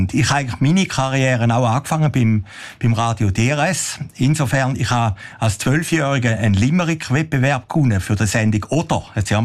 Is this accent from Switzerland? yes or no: yes; Zurich, Switzerland; ich bin aufgewachsen im Zürcher Wieland